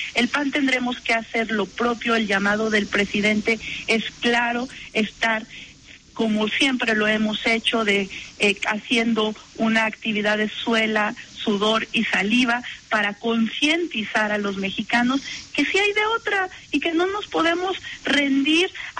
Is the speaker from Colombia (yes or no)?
no; Zacatecas, Mexico; Simplemente déjame hablar de mi tierra. En Zacatecas había funcionarios de gobierno estatal